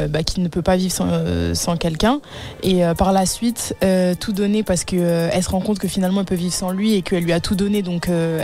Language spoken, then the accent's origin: French; DR Congo; first language Lingala; French is a second language; Parce que je suis congolaise.